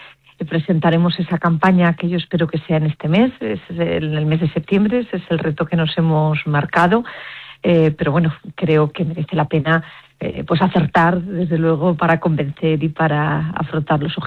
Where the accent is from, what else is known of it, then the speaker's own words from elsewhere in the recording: Granada, Andalusia, Spain; somos los granadinos y las granadinas